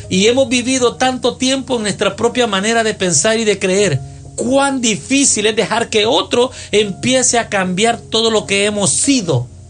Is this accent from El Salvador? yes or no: yes; El Salvador; born there; moved away; En El Salvador, soy salvadoreño de nacimiento.